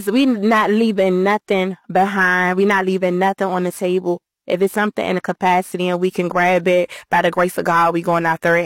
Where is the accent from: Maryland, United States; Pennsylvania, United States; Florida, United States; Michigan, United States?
Maryland, United States; Prince George's County; Growing up in Prince George's County, we had a two-bedroom apartment. It was about 20 of us in that apartment, no lie.